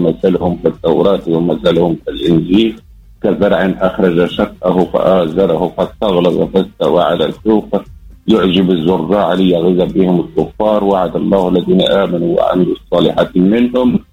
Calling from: Medenine, Tunisia; من مدنينة.

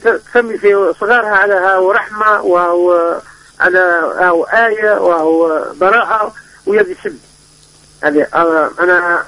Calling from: Benghazi, Libya; من بنجازة

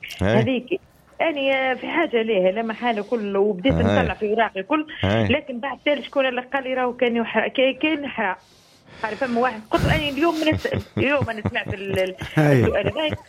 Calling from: Sousse, Sousse Governorate, Tunisia

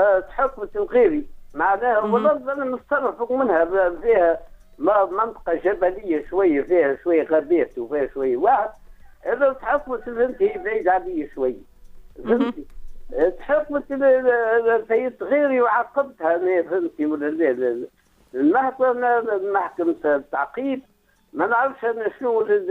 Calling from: Tunisia; من حمام بيض

